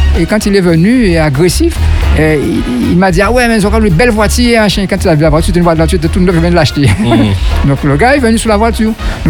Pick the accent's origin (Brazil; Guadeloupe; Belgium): Guadeloupe; Chez nous, en Guadeloupe